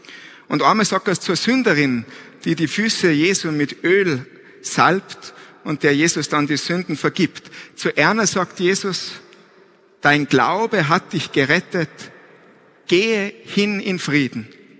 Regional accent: Tyrol, Austria; Ja, ich hoffe, Sie verstehen mich, weil ich bin aus Tirol. Man hört es wahrscheinlich.

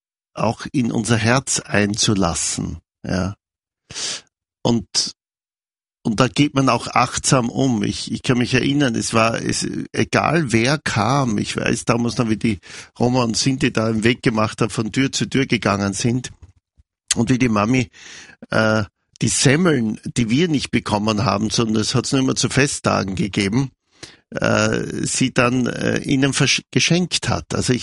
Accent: Styria, Austria; born or raised there

